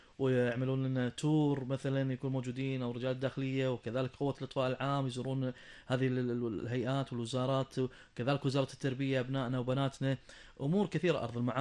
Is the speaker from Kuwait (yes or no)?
yes; Kuwait; لبلدنا الحبيبة الكويت